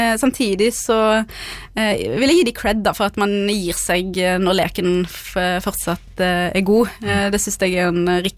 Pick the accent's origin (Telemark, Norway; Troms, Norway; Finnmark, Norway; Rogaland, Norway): Rogaland, Norway; Haugesund; first language Norwegian; also born or lived in Beirut; Og jeg er oppvokst i Haugesund, jeg født i Beirut, men jeg kom jo her da jeg var et halvt år gammel, så mitt primærspråk er jo norsk.